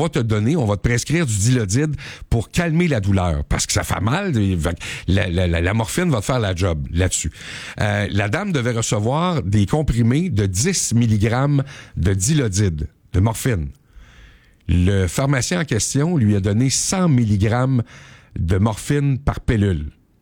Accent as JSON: {"language": "French", "region": "Quebec", "country": "Canada", "said": "la personne qui s'occupe des pilules chez nous au Québec, c'est les pharmaciens."}